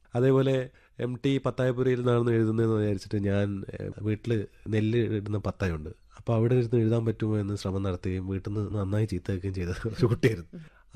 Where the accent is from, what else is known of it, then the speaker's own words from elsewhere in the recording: Kerala, India; born there; അപ്പോൾ എൻ്റെ വീട്ടിൻ്റെ തൊട്ടടുത്ത് റെഡ് സ്റ്റാർ കീക്കാങ്കോട്ട് എന്ന് പറയുന്ന ഒരു ക്ലബ്ബുണ്ട്.